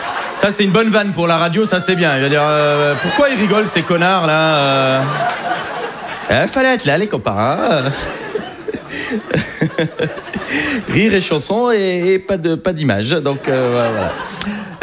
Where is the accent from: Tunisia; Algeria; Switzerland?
Algeria; Je suis algérien. Je pense pas qu'il y en ait ce soir, d'ailleurs, des Algériens.